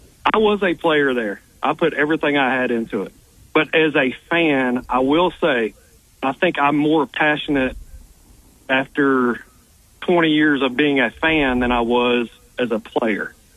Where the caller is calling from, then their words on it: White Hall, Arkansas, United States; I'm 44. Me and you, Trey, we're about the same age. I'm from Whitehall.